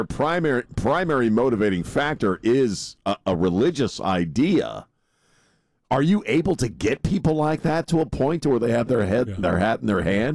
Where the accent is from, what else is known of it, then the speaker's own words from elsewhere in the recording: United States; As an American citizen right now